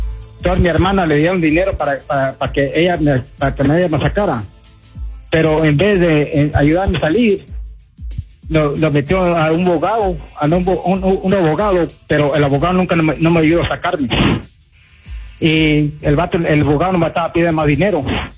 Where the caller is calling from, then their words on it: Austin, Texas, United States; Y yo soy de aquí, de Austin.